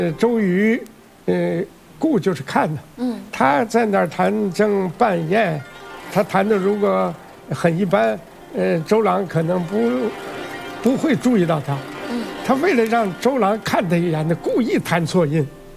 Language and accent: Chinese; China; 因为我们中国人的器物在汉字的里边啊，有一个特点